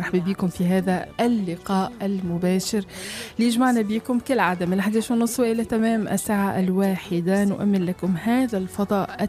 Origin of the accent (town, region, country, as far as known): Tunisia